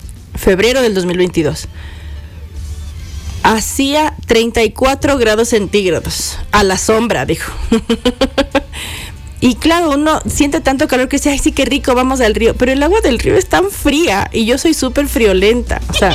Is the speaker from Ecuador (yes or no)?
yes; Quito, Pichincha, Ecuador; also born or lived in Zamora; Incluso diría yo que me gusta más vivir en Zamora que en Quito. Y ya, pues es que soy quiteña, ¿no? Y mis papás viven en Quito. O sea, toda mi familia, mis papás, mis hermanos, mis tíos, todos viven en Quito. Pero me gusta más vivir en Zamora